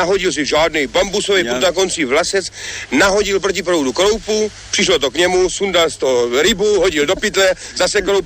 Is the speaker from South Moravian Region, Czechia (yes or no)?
yes; Ivančice, South Moravian Region, Czechia; A tak jsem se narodil v porodnici. A v těch Ivančicích jsem prožíval velký kus svého mládí. Já jsem taky žil v rodišti svého otce v Hicmanicích.